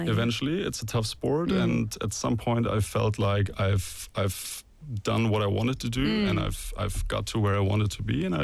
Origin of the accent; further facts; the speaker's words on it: Hamburg, Germany; it felt right after 8 years to move back to Hamburg, my hometown, and really get my career started